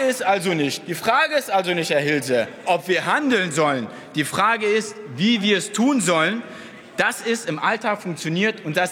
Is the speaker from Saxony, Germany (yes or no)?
yes; Kürbitz, Saxony, Germany; ich bin Ossi, ich bin Ostdeutscher und ich bin Simson-Fan. Bei mir in der Heimat im Vogtland, im Kürbitz